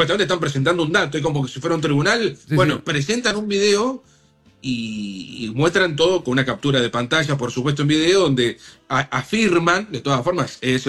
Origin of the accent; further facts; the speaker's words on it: Mar del Plata, Buenos Aires Province, Argentina; moved away; yo soy de Mar del Plata, como ustedes saben. Sí. Y nunca cambié el domicilio, nunca me interesó.